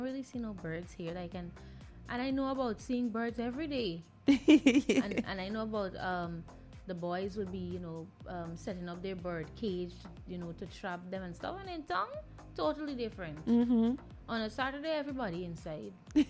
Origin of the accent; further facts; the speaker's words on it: Guyana; now in Georgetown, Guyana; so I'm from the West Side originally. And like, I think that I had to let go of living there to move to Georgetown to live.